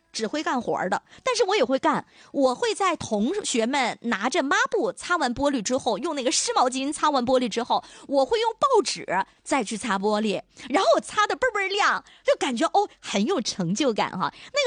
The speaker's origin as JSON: {"language": "Chinese", "country": "China", "said": "也不是说我们中国人就是有这种很随大溜的从众心理，"}